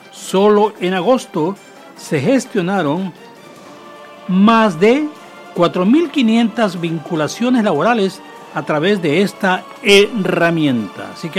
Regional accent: Galápagos, Ecuador; moved away; Gracias por sintonizarnos allá en mi pueblo, San Cristóbal, Galápagos.

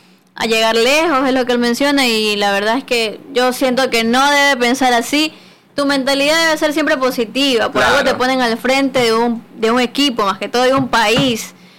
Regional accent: Ecuador; Yo me considero ecuatoriana.

